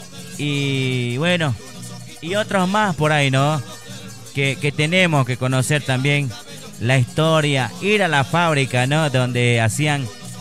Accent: Vallegrande, Santa Cruz, Bolivia; Saludos a todos los agricultores, agricultor de mi tierra

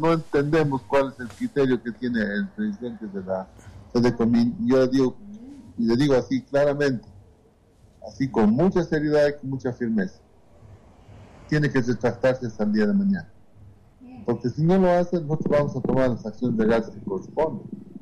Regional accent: Potosí, Bolivia; Yo primero soy potosino

